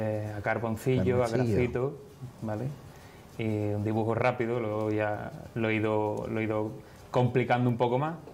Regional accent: Lebrija, Andalusia, Spain; desde pequeño, mi hermandad de cuna es el Rocío de Lebrija.

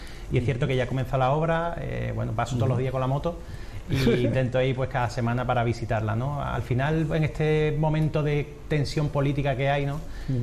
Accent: Cádiz, Andalusia, Spain; que soy un chico de Cádiz que se ha metido en esto, pues era lo más importante, ¿no?

